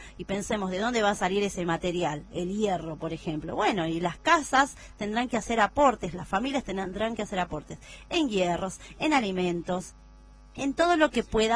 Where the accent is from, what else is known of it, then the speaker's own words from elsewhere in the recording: Jujuy, Argentina; Y los descendientes somos todos los jujeños.